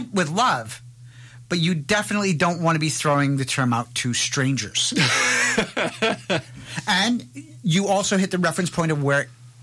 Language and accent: English; Canada